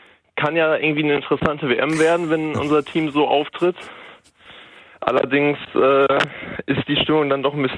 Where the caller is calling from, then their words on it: Germany; als Deutsche